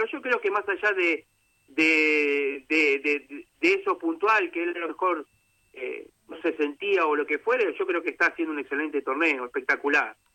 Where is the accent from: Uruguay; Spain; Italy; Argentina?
Argentina; Como argentinos nunca estamos conformes.